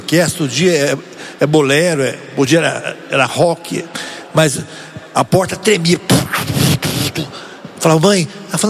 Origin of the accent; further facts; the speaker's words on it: Itajubá, Minas Gerais, Brazil; Eu passei minha infância em Itajubá, a terra dele.